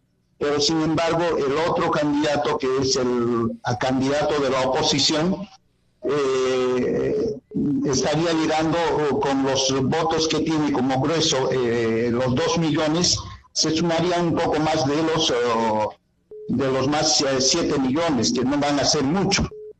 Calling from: La Convención, Cusco, Peru; desde la Convención Cusco.

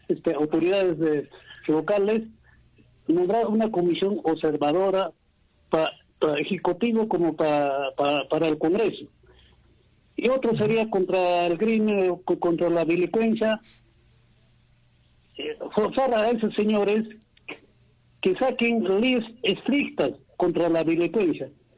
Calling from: Arequipa, Peru; Me comunico de Arequipa.

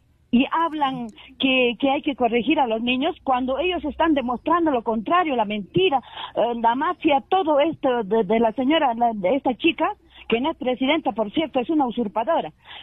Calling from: Puno, Peru; Soy de la región Puno.

